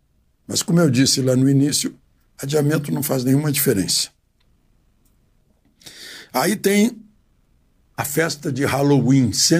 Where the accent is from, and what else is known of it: Rio Grande do Sul, Brazil; moved away